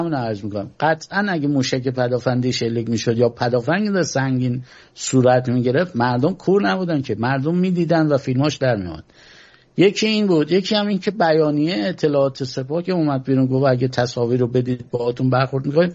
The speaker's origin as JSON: {"language": "Persian", "country": "Iran", "said": "به کشور ما"}